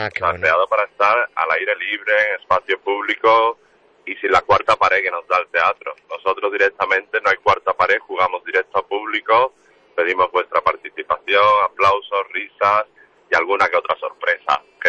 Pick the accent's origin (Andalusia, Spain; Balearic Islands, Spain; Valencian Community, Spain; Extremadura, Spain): Andalusia, Spain; Seville; now in Catalonia, Spain; Ya tenemos funciones ahí en Cataluña, donde tenemos la base, aunque soy de Sevilla.